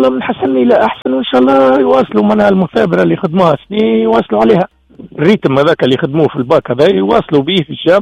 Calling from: Mahres, Sfax Governorate, Tunisia; أنا من محرس الصفاقس

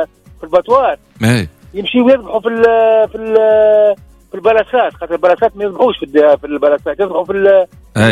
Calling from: Tunis, Tunis Governorate, Tunisia; من الورديه

